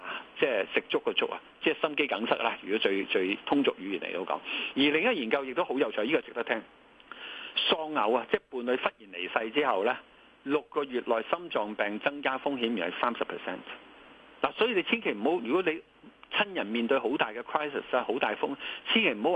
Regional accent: Hong Kong; 我作為香港人、作為廣東人

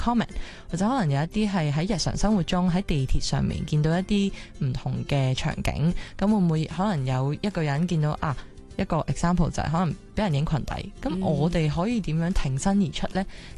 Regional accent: Hong Kong; 我自己就是一个亚洲女性，我是一个香港人，我懂得讲广东话。

